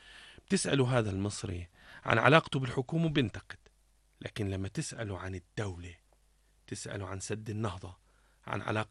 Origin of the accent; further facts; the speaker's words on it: Jordan; أنا كمواطن أردني